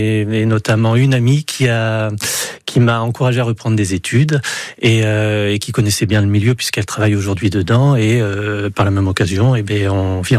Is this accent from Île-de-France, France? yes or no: no; Royan, Nouvelle-Aquitaine, France; also born or lived in Grenoble; je suis né du côté de Grenoble, donc à côté des montagnes, mais je suis arrivé à Royan 2 mois.